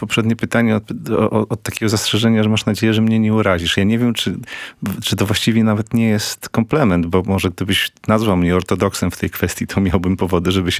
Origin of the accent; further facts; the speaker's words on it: Toruń, Kuyavian-Pomeranian Voivodeship, Poland; bo jestem z urodzenia i pochodzenia torunianinem. Mieliśmy taką małą scenę w toruńskim klubie Odnowa